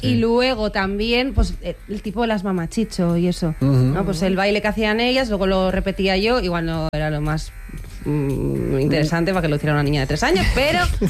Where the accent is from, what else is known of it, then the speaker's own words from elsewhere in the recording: Galicia, Spain; yo soy gallega, entonces seguramente sea el Xabarín Club, que es el, pues, lo que teníamos en Galicia